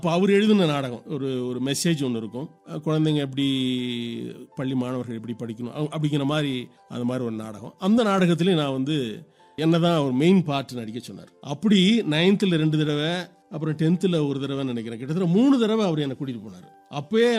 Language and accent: Tamil; Tiruchirappalli, Tamil Nadu, India; நான் வந்து திருச்சி தான் எனக்கு சொந்த ஊர்.